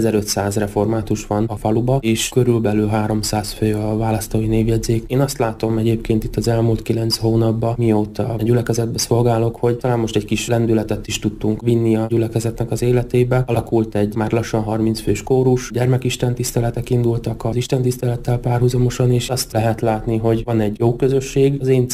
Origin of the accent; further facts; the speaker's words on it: Zakarpattia Oblast, Ukraine; Kárpátaljáról származom, és a teológia elvégzése után is Kárpátaljára mentem haza segédbeosztott lelkésznek